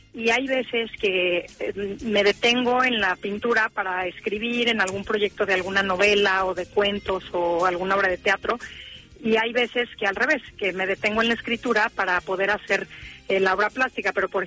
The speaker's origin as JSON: {"language": "Spanish", "country": "Mexico", "moved": "as an adult", "lives_now": "San Antonio, United States", "said": "yo soy mexicana y llevo viviendo aquí en San Antonio 23 años"}